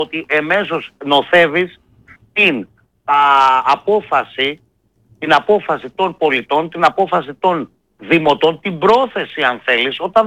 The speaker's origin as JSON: {"language": "Greek", "region": "Central Greece", "country": "Greece", "tie": "born or raised there", "said": "την ιδιαίτερη πατρίδα μου, το Δήμο Κίμης Αλιβερίου"}